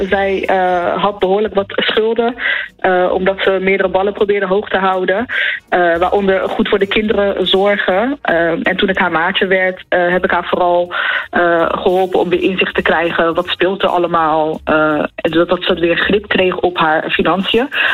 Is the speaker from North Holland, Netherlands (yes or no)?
no; Rotterdam, South Holland, Netherlands; Ik ben gewoon een Rotterdammer die gewoon in de stad loopt.